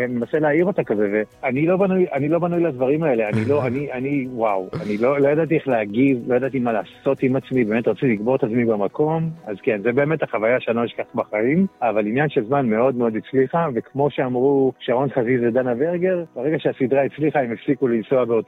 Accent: Rehovot, Central District, Israel; אני גדלתי ברחובות, ילד טוב רחובות

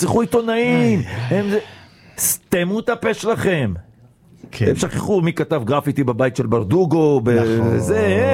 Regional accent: Egypt; אני מצרי.

